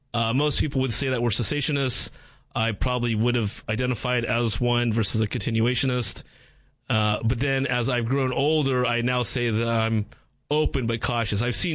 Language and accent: English; Shanghai, China; We're from Shanghai, and Gerald's father, Gerald, and my grandfather, Edward, were best friends.